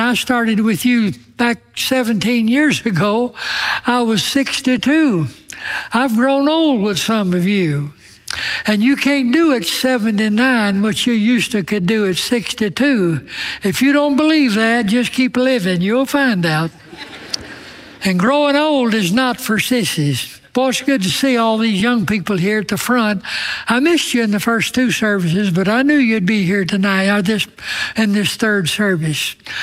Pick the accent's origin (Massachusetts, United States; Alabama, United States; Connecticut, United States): Alabama, United States; I'm from Alabama.